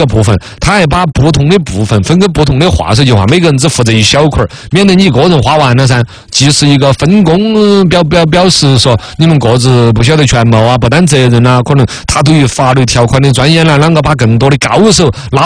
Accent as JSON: {"language": "Chinese", "region": "Sichuan", "country": "China"}